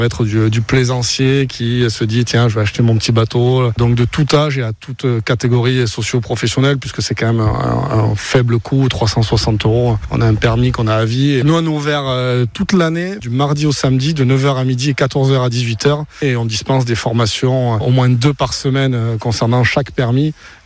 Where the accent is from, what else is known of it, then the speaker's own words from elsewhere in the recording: Mont-de-Marsan, Nouvelle-Aquitaine, France; born there; Moi, je suis né à Mont-de-Marsan, je suis d'Agetemont. Je suis sur la côte à Cap-Breton depuis 2011 maintenant.